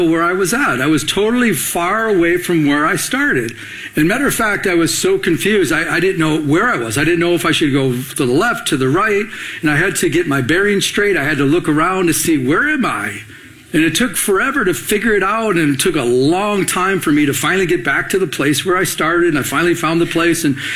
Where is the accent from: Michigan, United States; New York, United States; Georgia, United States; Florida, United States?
Michigan, United States; growing up in Michigan, there's a lot of lakes, and one of the places I would go to is the beach. It was Metro Beach there at Lake St. Clair.